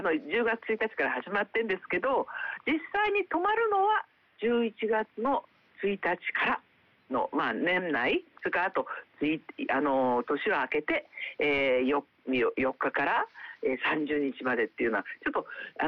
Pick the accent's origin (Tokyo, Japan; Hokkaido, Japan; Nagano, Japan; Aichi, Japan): Nagano, Japan; 私も長野県人でね